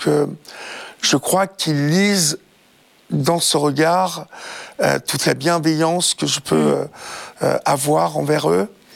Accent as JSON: {"language": "French", "town": "Évreux", "region": "Normandy", "country": "France", "tie": "born or raised there", "said": "Vous savez cette chanson que j'entendais quand j'étais enfant de chœur à Évreux"}